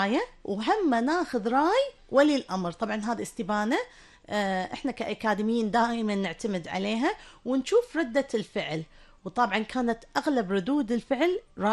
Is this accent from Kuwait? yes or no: yes; Kuwait